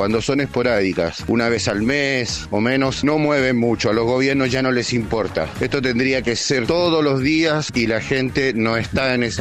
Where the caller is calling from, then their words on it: Los Polvorines, Buenos Aires Province, Argentina; saludos acá desde Polvorines, Oscar.